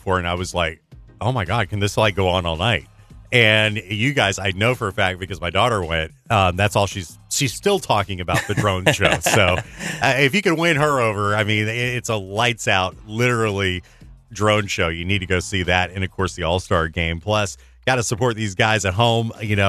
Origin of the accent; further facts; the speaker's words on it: Charleston, United States; moved away; when I lived in Charleston. I grew up in Charleston.